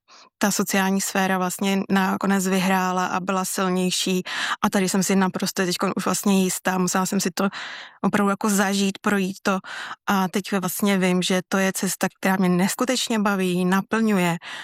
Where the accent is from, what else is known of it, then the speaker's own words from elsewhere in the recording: Bohemia, Czechia; protože u nás v Čechách by to třeba šlo, nebo bylo normální, je, že se musíte taky držet oboru.